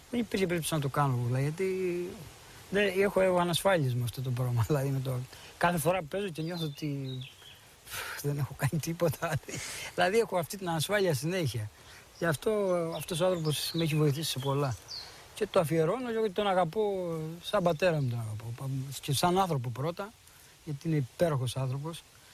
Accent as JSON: {"language": "Greek", "region": "Crete", "country": "Greece", "tie": "born there"}